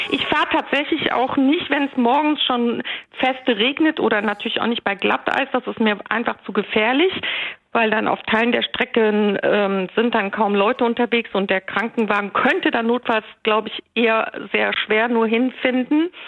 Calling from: Düsseldorf, North Rhine-Westphalia, Germany; Ich rufe gerade aus Meerbusch an. Da ist unser Büro, wo ich arbeite. Und ich wohne in Düsseldorf und ich arbeite jetzt hier in Meerbusch seit bald 10 Jahren.

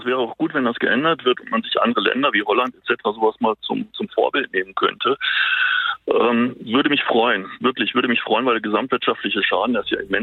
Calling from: Cologne, North Rhine-Westphalia, Germany; Und ich bin natürlich als Kölner auch betroffen von dieser Bonner Nordbrücke.

